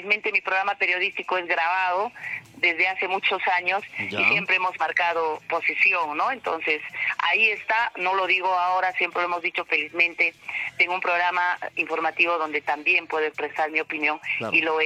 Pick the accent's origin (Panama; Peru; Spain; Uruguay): Peru